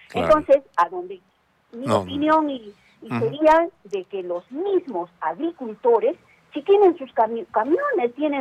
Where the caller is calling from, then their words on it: Arequipa, Peru; nosotros como arequipeños, peruanos